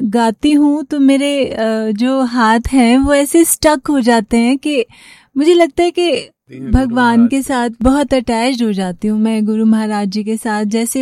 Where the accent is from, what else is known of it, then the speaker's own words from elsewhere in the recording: Karnal, Haryana, India; also born or lived in Sonipat; now in Ambala, India; Basically मैं करनाल से हूँ, my birth place is Sonipat.